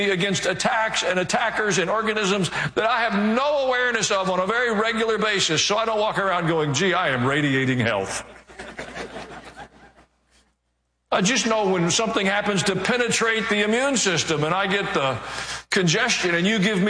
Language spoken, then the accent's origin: English; the South, United States; born or raised there